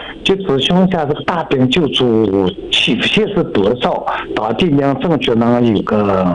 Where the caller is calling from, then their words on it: Baotou, Inner Mongolia, China; 就是我是包头的贸易